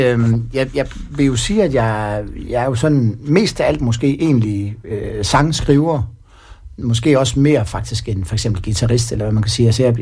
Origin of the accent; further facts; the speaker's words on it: Vejle, Region of Southern Denmark, Denmark; also born or lived in Skagen; Jeg er født og opvokset i Vejle, men på et tidspunkt så emigrerede jeg til Skagen